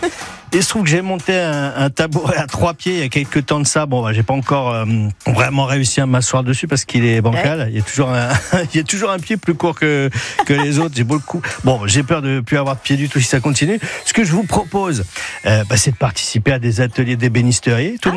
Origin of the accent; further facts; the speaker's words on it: France; moi aussi, je suis Français